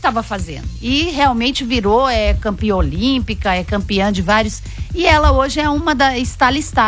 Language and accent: Portuguese; Brazil; eu me sinto, sim, representada como brasileira.